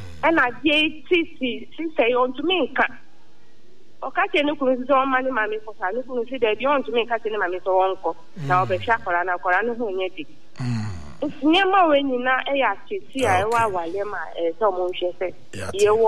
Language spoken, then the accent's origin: English; Apollonia, Western Region, Ghana; I'm from Apollonia.